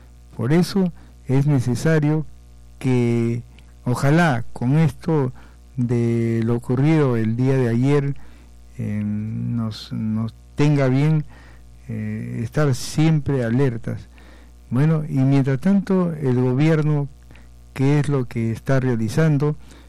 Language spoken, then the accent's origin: Spanish; Peru; todos somos peruanos